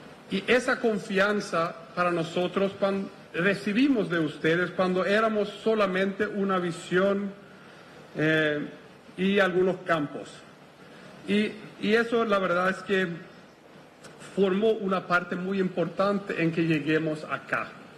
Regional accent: Sweden; moved away as an adult; now in Paraguay; Yo vengo de Suecia. Llevo una década trabajando con Paraguay y desde hace 4 o 5 años radicado aquí con mi esposa muy, muy felizmente.

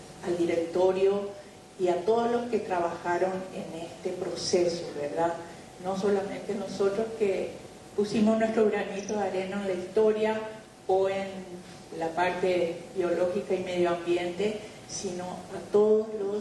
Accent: Paraguay

